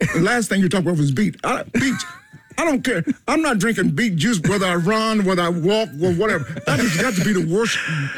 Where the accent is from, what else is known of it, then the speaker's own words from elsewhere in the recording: Atlanta, Georgia, United States; I'm from Atlanta, so I went to the original Dwarf House in Atlanta.